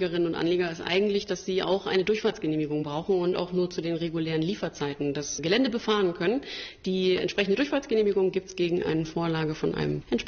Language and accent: German; Jever, Lower Saxony, Germany; Ja, ich bin ja gebürtige Jeferanerin, deswegen ist für mich das Altstadtfest natürlich wie für die meisten anderen, die hier geboren und aufgewachsen sind, einfach die Party des Jahres.